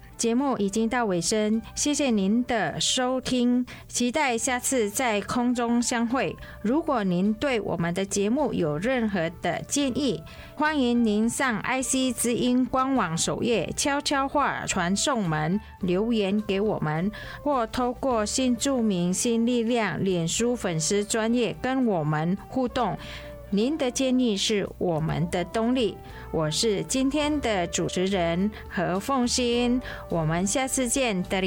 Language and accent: Chinese; Indonesia; 那还有一个音，即便我们印尼人有些人也不大会发这个音